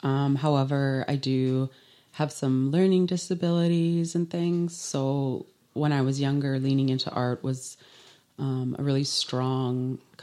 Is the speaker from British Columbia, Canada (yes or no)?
no; Ontario, Canada; now in Wells, Canada; when I came from Ontario to Wells and met Little Fowler and Mr. Crawford